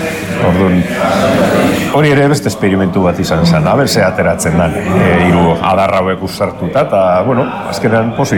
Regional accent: Basauri, Basque Country, Spain; also born or lived in Vitoria-Gasteiz; now in Arbizu, Spain; Eta nik Basauriko nara, Bizkaitarran, jaio nintzen, bizizan nintzen, Gasteizera alde ginen arte.

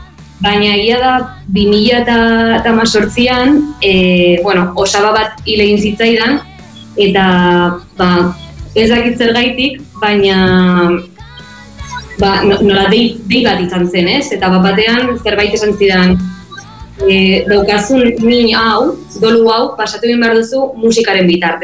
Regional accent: Vitoria-Gasteiz, Basque Country, Spain; now in Barcelona, Spain; Bai, bai, Gasteiztarra naiz, baina duela mala urte etorri nintzen Bartzelonara ikastera, eta momentu zemendik nabil, baina, bueno, nik beti esaten dut Gasteiztarra naizela eta euskalduna naizela

